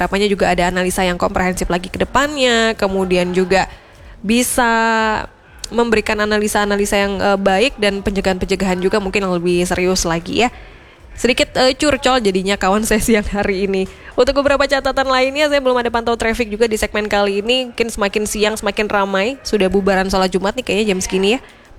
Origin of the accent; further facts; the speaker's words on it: Kalimantan, Indonesia; moved away as an adult; now in Malang, Indonesia; saya juga asli dari Kalimantan ya